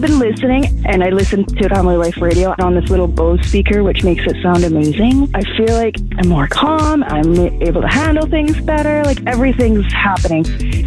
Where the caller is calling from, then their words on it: Canada